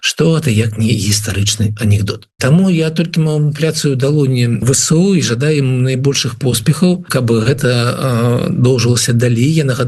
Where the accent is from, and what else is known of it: Belarus